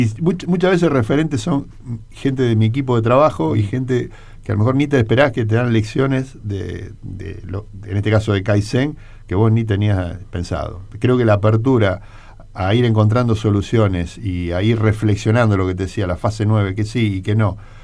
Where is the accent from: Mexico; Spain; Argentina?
Argentina; Rosario, Santa Fe; moved away as an adult; also born or lived in Miami, United States; Soy egresado de la UNR, sí. Acá de Rosario